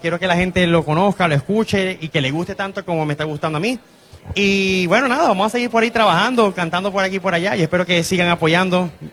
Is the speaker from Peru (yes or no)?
no; Venezuela; now in Puerto Rico